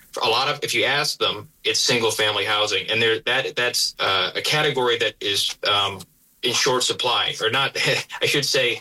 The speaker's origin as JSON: {"language": "English", "town": "Lyons", "country": "United States", "tie": "born or raised there"}